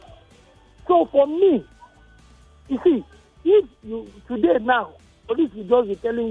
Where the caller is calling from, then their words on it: Nigeria; I'm calling from Morile in Sarigom.